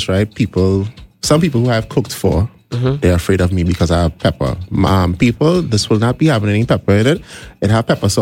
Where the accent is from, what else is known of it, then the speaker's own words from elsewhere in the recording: Trinidad & Tobago; I'm sorry if my accent is coming out a bit too much. I'm from Trinidad, yes.